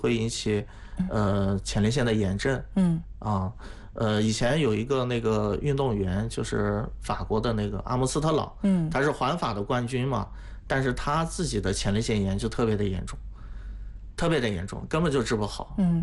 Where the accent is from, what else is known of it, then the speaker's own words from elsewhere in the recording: Shandong, China; 对对，就像我们前面聊到，就是我们山东老家那边有的人他是，就像我外公三餐都要喝酒